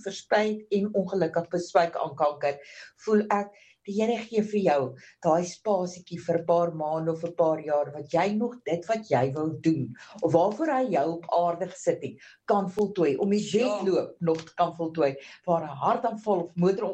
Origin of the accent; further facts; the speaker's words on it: Ermelo, Mpumalanga, South Africa; En daar uit Pumalanga in Ermelo